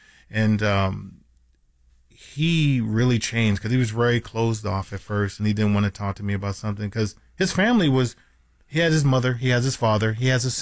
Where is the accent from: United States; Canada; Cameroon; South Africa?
Cameroon; So being from Cameroon, majority of the time, of course, the parents are born and raised in Cameroon